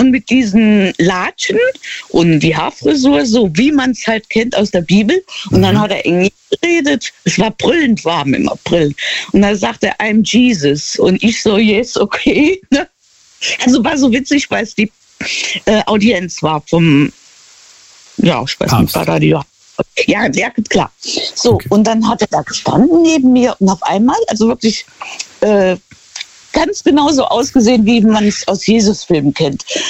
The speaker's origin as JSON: {"language": "German", "region": "Rhineland-Palatinate", "country": "Germany", "said": "In der Nähe von Trier."}